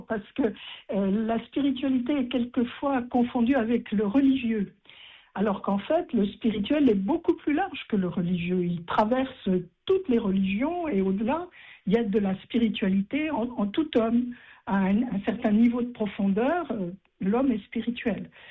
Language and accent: French; Lyon, Auvergne-Rhône-Alpes, France; Elle fonctionne à Lyon et à Dieulefit, parce que je suis lyonnaise d'origine.